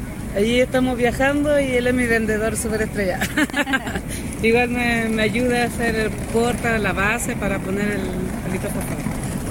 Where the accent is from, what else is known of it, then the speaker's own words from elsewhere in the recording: Coquimbo, Chile; Yo soy de Coquimbo.